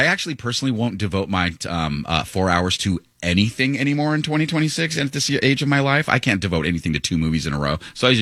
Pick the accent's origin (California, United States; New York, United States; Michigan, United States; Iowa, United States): California, United States; Escondido; we were growing up in Escondido